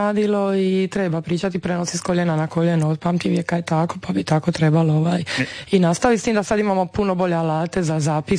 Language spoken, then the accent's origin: Croatian; Split, Split-Dalmatia County, Croatia